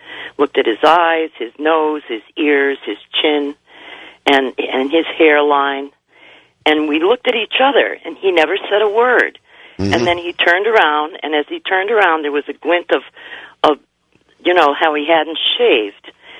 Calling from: Manchester, Connecticut, United States; I'm from Manchester, Connecticut. Yeah. Now, I'm 64 and a half.

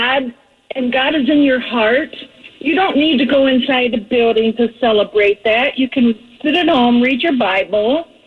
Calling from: Ohio, United States; I'm from Ohio, and I have Governor Mike DeWine

